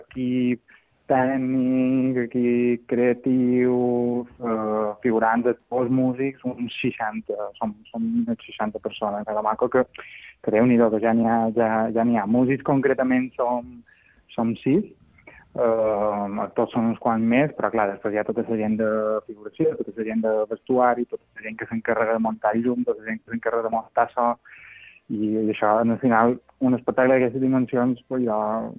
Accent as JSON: {"language": "Catalan", "town": "Alcúdia", "region": "Balearic Islands", "country": "Spain", "said": "Sí, jo som d'Alcúdia, sí, i de fet, quan era, ja t'ho dic, que fa quasi 25 anys, 23 o 24 que se fa el Via Fora, quan el petit era figurant del Via Fora"}